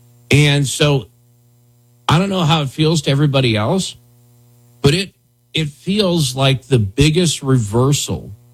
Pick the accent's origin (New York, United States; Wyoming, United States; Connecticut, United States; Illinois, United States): Wyoming, United States; It was one of those things growing up in Wyoming.